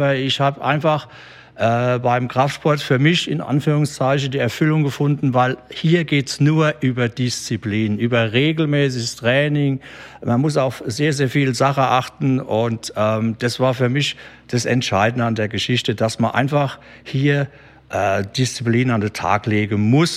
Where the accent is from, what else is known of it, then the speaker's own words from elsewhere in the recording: Kaiserslautern, Rhineland-Palatinate, Germany; moved away as an adult; now in Geinsheim, Germany; Alter auch wichtig, 64 Jahre alt. Ich komme ursprünglich aus Kaiserslautern, wohne jetzt schon über 22 Jahre in Geinsheim